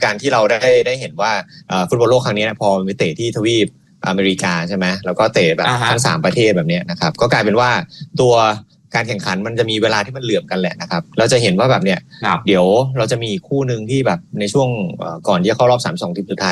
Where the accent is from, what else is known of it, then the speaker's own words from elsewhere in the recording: Bangkok, Thailand; ถึงแม้ผมจะเป็นคนกรุงเทพ